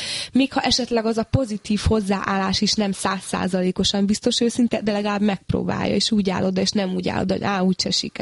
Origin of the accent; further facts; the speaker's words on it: Hungary; born there; also born or lived in Phoenix, United States; nem véletlenül születtem Magyarországra, és iszonyatos volt a honvágyam is